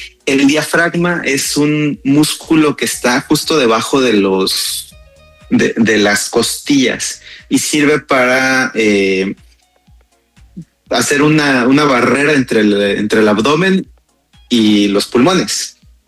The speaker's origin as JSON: {"language": "Spanish", "town": "San Cristóbal de las Casas", "region": "Chiapas", "country": "Mexico", "moved": "yes", "lives_now": "Colima, Mexico", "said": "yo estoy ahorita radicando en Colima, soy de San Cristóbal de las Casas, pero mi consultorio está acá en Colima."}